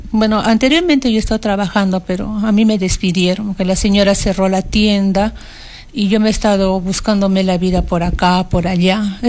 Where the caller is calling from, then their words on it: Paucarpata, Arequipa, Peru; Yo vivo en Israel, en Paucarpata.